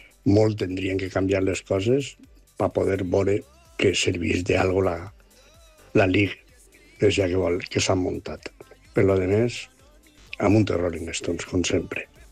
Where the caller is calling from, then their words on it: Valencia, Valencian Community, Spain; de València.